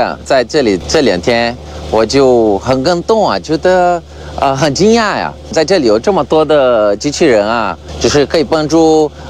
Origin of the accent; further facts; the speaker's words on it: Brazil; 我是巴西人呢，是一个农业的国家